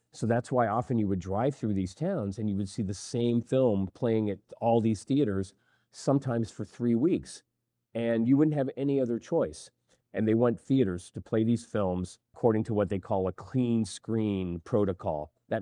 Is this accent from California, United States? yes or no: no; Oregon, United States; born there; also born or lived in Washington / Seattle; come from Seattle, and we used to have a vibrant art house scene in Seattle. Many of those theaters have closed. I also grew up in small parts of the West, mainly Eastern Oregon and parts of Washington.